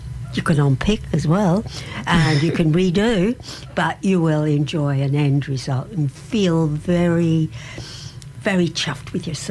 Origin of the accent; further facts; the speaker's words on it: Neutral Bay, New South Wales, Australia; I come from Neutral Bay.